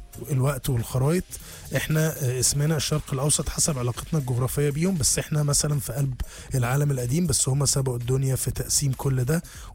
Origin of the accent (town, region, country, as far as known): Egypt